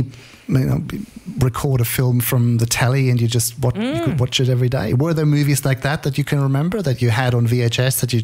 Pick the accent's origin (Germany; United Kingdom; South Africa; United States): Germany; now in Australia; I grew up in Germany